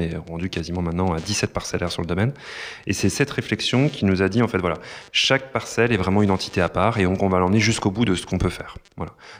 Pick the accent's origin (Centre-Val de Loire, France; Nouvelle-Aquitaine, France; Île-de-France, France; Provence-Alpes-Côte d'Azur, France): Centre-Val de Loire, France; born there; Moi, je suis né à Sancerre, donc en tout cas un village à côté de Sancerre à 5 km